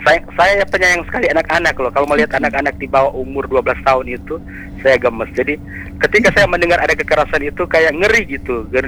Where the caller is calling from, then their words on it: Manado, North Sulawesi, Indonesia; Mungkin itu aja dulu dari saya, dari Manado, Sulawesi Utara.